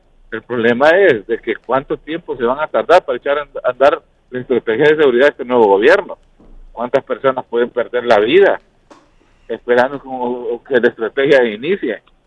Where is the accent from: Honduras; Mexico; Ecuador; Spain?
Honduras